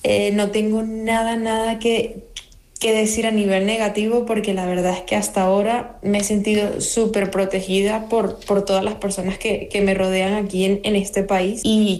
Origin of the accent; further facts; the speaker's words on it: Venezuela; now in Spain; soy venezolana, tengo en España aproximadamente 11 años.